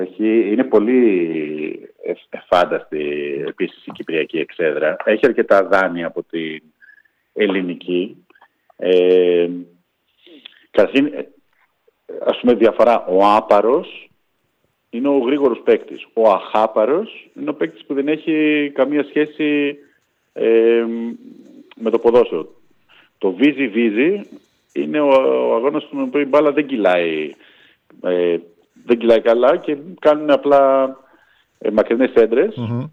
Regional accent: Kavala, Eastern Macedonia and Thrace, Greece; γιατί είμαι από την Καβάλα

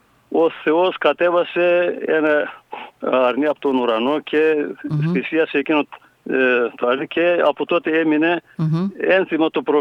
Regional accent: Sidiro, Eastern Macedonia and Thrace, Greece; Ναι, στο Σιδηρό θα είμαι.

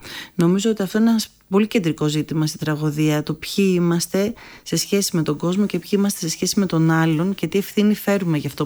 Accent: Greece; ακριβώς επειδή είμαστε Έλληνες

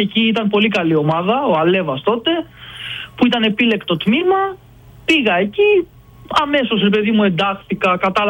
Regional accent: Larissa, Thessaly, Greece; για μας τώρα είμαι Λαρισαίος, μεγάλωσα εκεί

